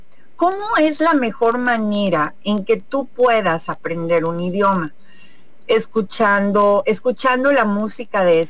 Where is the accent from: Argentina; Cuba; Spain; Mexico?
Mexico; accent: Mexican; first language Spanish; siempre vamos a tener el acento mexicano, ¿no? O sea, de que nos vayamos a otro lado, siempre vamos a hablar ese de esa manera, porque nuestra lengua materna es el español, y toda la vida hemos vivido acá.